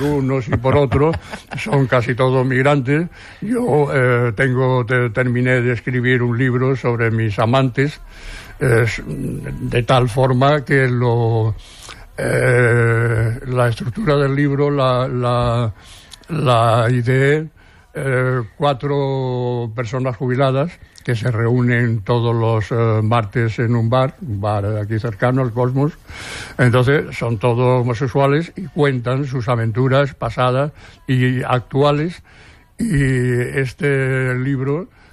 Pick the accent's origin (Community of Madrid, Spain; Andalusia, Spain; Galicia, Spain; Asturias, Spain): Andalusia, Spain; Seville; now in Barcelona, Spain; nosotros cuando vinimos de Sevilla.